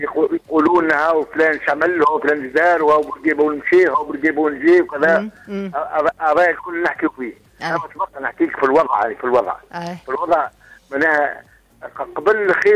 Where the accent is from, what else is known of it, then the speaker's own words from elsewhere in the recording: Kalaa Kebira, Sousse Governorate, Tunisia; انا من مواليد 1965 انا 64 في مدرسة ابن خلدون في القلعه كبيره.